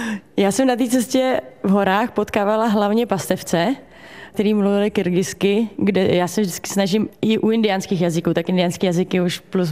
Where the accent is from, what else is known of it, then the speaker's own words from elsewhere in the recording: Ústí nad Orlicí, Pardubice Region, Czechia; born there; Já si strašně vážím toho, že jsem z Čech, že jsem se narodila tam, kde jsem se narodila, u Ústí nad Orlicí.